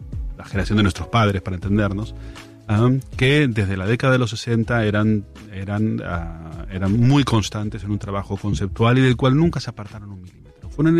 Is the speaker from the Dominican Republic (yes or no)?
no; Spain; born there; also born or lived in Argentina; todas las generaciones que crecimos en España a partir de la década de los 80